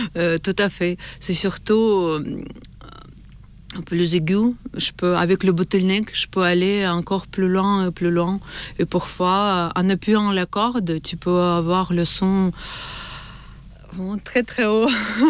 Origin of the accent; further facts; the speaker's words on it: Belarus; French is a second language; Oui, j'ai un caractère assez fort et je viens de Biélorussie. On sait que dans notre pays, on est assez direct.